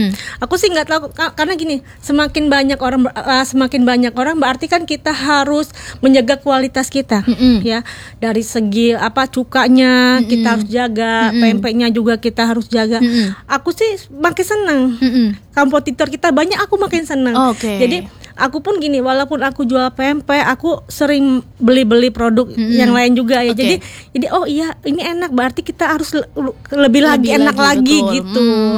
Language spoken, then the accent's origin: Indonesian; Palembang, South Sumatra, Indonesia; now in Bogor, Indonesia; Halo pemirsa … saya asli Palembang. Hmm. Di sini merantau udah kurang lebih 20 tahun.